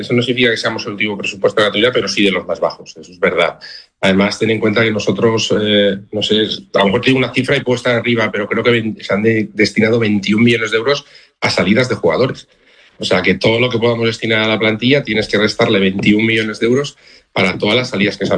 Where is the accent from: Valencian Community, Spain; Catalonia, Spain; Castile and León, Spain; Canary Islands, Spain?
Valencian Community, Spain; Altea; he podido disfrutar de las fiestas de mi pueblo en que mi hija era reina y entonces hemos aprovechado.